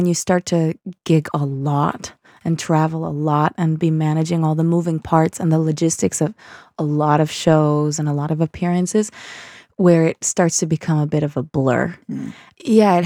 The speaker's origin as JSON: {"language": "English", "town": "Boston", "region": "Massachusetts", "country": "United States", "tie": "born or raised there", "said": "And I think I have this theory that it has to do with my growing up in Boston."}